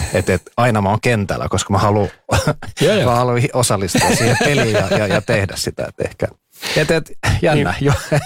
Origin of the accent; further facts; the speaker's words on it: Ostrobothnia, Finland; kun Pietasaaresta ja mä oon sieltä maaseudulta kotoisin